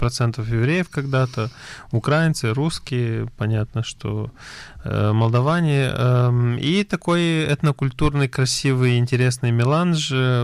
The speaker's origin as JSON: {"language": "Russian", "town": "Soroca", "region": "Soroca District", "country": "Moldova", "tie": "born or raised there", "moved": "as an adult", "lives_now": "Israel", "said": "Я родился в Республике Молдова, в городе Сороки, на берегу Днестра. Учился я в том же городе, закончил школу."}